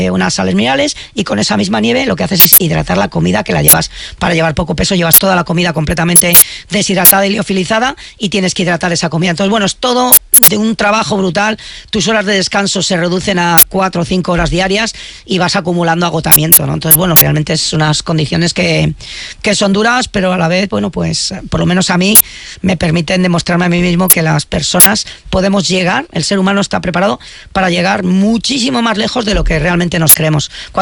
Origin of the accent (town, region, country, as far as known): Íscar, Castile and León, Spain